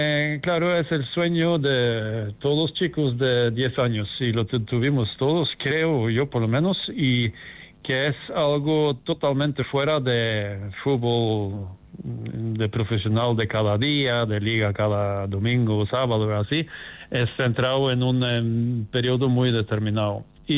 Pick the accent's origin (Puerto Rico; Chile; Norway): Norway; Spanish is a second language; voy a estar en mi país, en Oslo, en Noruega, donde vivo yo.